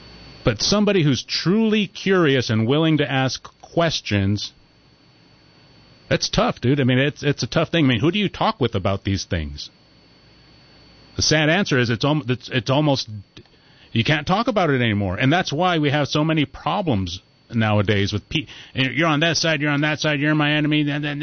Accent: Mexico; I'm not white. I'm brown. I'm a Mexican. I'm from Mexico.

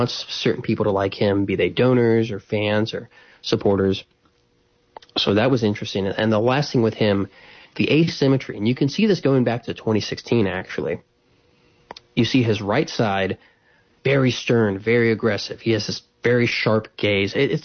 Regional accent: Appalachia, United States; I come from Appalachia originally in my roots. And so I have a lot of love for these people.

